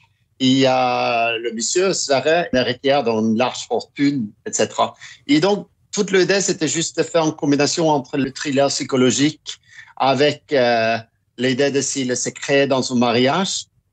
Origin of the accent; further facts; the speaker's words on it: Oslo, Norway; French is a second language; also born or lived in Kirkenes; je suis grandi quand je viens d'Oslo, la capitale de la Norvège, mais je grandis 5 ans dans une petite ville qui s'appelle Kirkenes. C'est une ville à la frontière russe